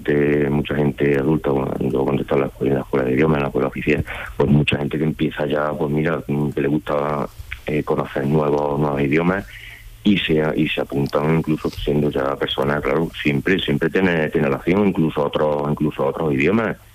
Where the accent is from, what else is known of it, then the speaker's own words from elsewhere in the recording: Hinojosa del Duque, Andalusia, Spain; y luego ya por concurso de traslado, pues yo me vine para aquí, para mi tierra, para la Pedroche.